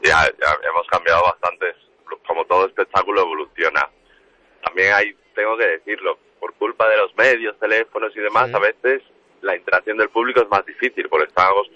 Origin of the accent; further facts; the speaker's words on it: Seville, Andalusia, Spain; now in Catalonia, Spain; Ya tenemos funciones ahí en Cataluña, donde tenemos la base, aunque soy de Sevilla.